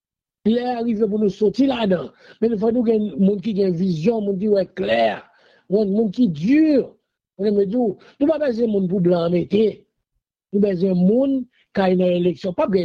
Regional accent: Valais, Switzerland; moi j'aime bien tibou, mais moi je suis du Valais.

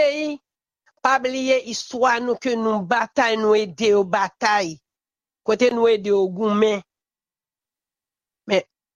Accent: Haiti; Et moi-même, en tant qu'Haïtien

